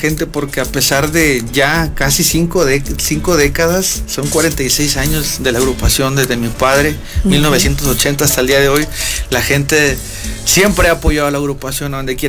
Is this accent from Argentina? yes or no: no; Ébano, San Luis Potosí, Mexico; No, somos de San Luis